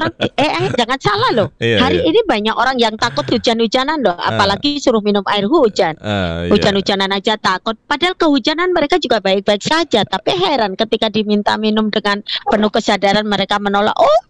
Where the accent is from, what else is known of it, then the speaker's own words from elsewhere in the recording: Sleman, Special Region of Yogyakarta, Indonesia; born there; bahwa kami lahir di Sleman ini, di daerah yang kasmen tangkapan airnya itu masih bagus.